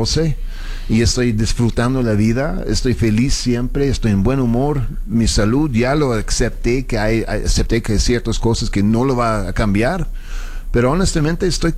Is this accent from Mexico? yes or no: yes; Mexico City, Mexico; Soy chilango con acento, pues yo qué hago, ¿no?